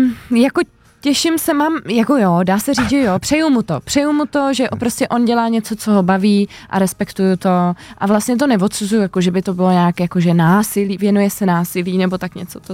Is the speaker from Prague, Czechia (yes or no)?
yes; Prague, Czechia; Já jsem celoživotně Praha 6.